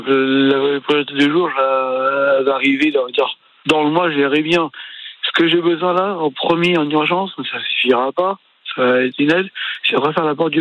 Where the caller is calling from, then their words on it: Paris, Île-de-France, France; je suis parisien, donc je bouge tout le temps.